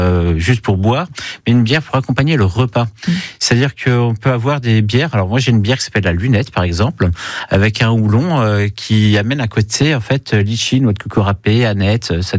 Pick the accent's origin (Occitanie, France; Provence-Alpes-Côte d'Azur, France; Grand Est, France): Grand Est, France; Je suis alsacien